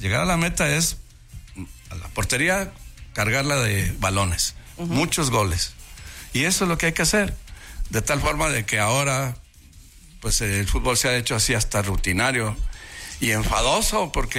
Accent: Mexico

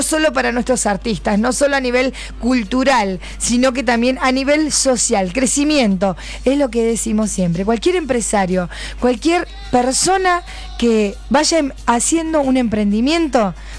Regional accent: Uruguay; yo como compatriota uruguaya

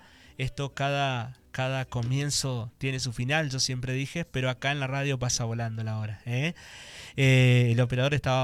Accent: Reconquista, Santa Fe, Argentina

